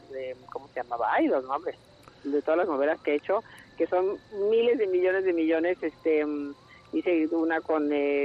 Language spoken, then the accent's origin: Spanish; Mexico; las mexicanas siempre somos muy muy muy curviosas y más llenitas